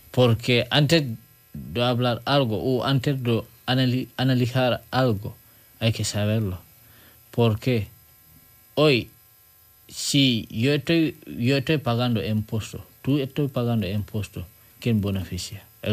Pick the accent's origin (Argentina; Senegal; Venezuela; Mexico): Senegal; Spanish is a second language; now in Spain; Porque yo venimos de Senegal, yo estoy ahora, yo estoy en España, pero para mí, yo me siento aquí como mi país.